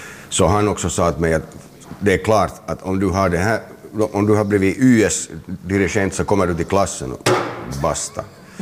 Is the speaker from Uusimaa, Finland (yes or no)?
yes; Helsinki, Uusimaa, Finland; För det första, jag är från Helsingfors och jag känner mig definitivt hemma på Drumsö där jag fortfarande har en bostad. Och där jag har bott sedan jag var 1 år gammal.